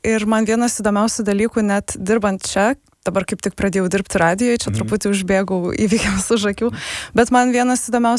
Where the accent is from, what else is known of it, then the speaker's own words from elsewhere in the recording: Šiauliai, Šiauliai County, Lithuania; Ir šiaip aš užaugau Šiauliuose.